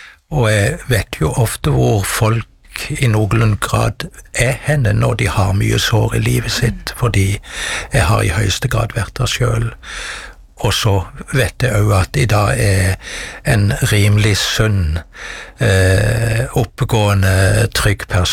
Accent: Mandal, Agder, Norway; i Mandal der jeg vokste opp.

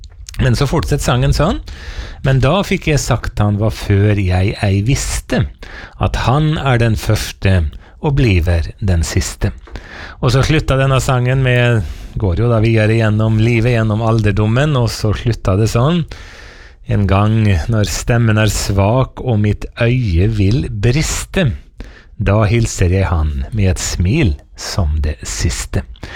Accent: Eide, Møre og Romsdal, Norway; moved away; hjemme på Eide på Nordmøre, hvor jeg vokste opp

